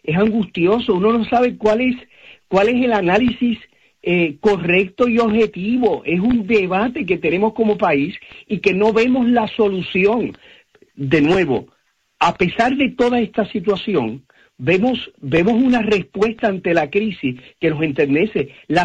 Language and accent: Spanish; Puerto Rico; sin duda provoca en nuestra conciencia como puertorriqueño un sentido de urgencia y de solución.